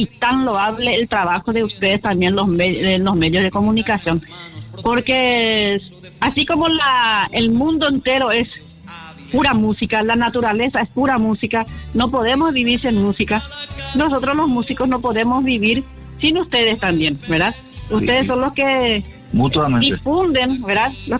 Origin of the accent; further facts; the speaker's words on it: Paraguay; Como todo paraguayo, así somos nosotros, los paraguayos.